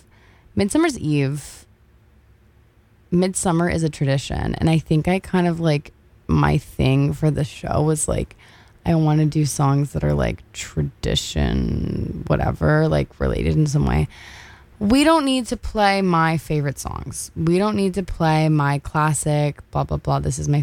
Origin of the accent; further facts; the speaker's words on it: Midwest, United States; I'm not a country girl. I'm from the Midwest, and I guess there are horses. Like, there are kind of a lot of horses around me.